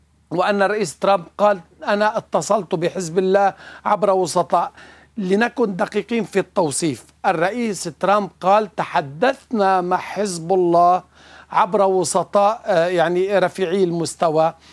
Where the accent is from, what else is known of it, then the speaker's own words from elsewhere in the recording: Lebanon; نحن كلبنانيين